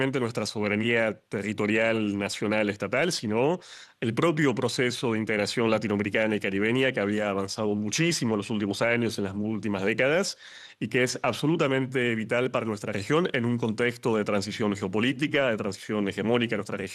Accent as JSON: {"language": "Spanish", "country": "Argentina", "said": "residiendo en mi país, en la Argentina"}